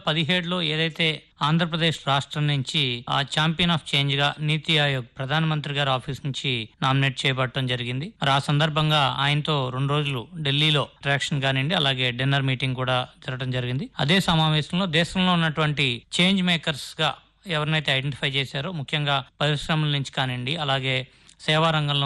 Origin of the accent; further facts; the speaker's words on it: Andhra Pradesh, India; మా స్వగ్రామం అయినటువంటి మరిబంధం ఊరిని